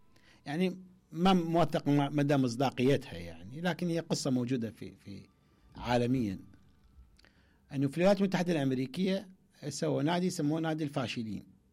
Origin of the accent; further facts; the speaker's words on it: Iraq; عندنا في العراق، عندنا في وسط وجنوب العراق